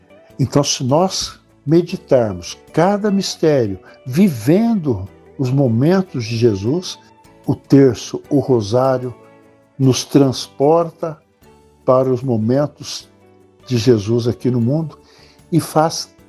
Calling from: Pouso Alegre, Minas Gerais, Brazil; eu sou de Pouso Alegre, sul de Minas Gerais.

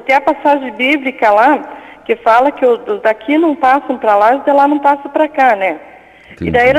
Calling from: Guarapuava, Paraná, Brazil; Eu falo de Guarapuava.

